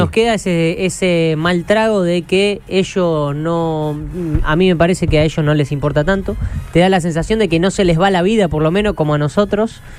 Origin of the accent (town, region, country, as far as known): Argentina